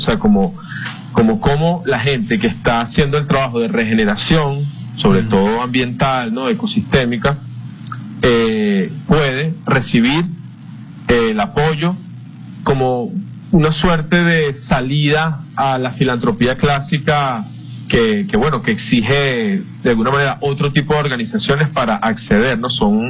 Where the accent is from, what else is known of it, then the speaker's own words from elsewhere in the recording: Venezuela; nos golpeó a todos como sociedad, pues, ¿no? Como venezolano.